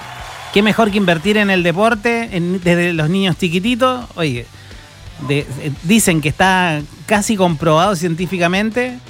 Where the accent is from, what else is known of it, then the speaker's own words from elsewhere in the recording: Argentina; De hecho, cuando ustedes saben, yo soy argentino